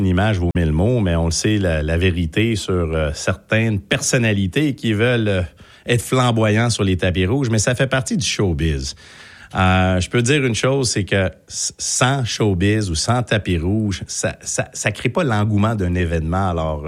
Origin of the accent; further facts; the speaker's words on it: Brossard, Quebec, Canada; J'ai grandi à Brossard. Je dis toujours, je vais mourir à Brossard. J'étais un vrai brossardois. J'adore la rive sud.